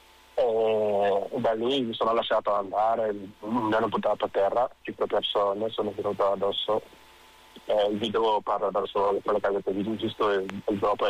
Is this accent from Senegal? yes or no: yes; Senegal; Italian is a second language; moved away as an adult; now in Italy; vengo dal Senegal, di origine senegalese ovviamente. Sono in Italia dal 2011